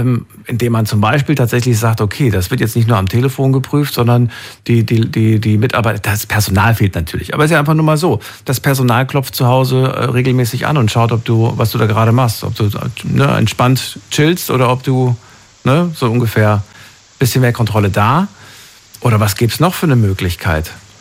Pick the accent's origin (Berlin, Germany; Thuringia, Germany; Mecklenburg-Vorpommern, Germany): Thuringia, Germany; born there; Ich bin in Thüringen geboren, das war früher so.